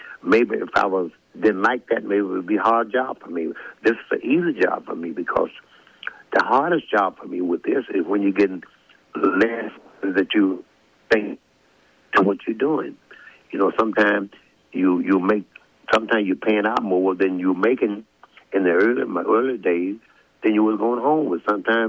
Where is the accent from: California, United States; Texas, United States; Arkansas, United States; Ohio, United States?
Arkansas, United States; it makes me feel good to be back in my home state. Now we have the Pine Bluff. I want them to hear me. Everybody from Pine Bluff, Little Rocks, Hot Spring, and all around England, Arkansas, everybody all over the state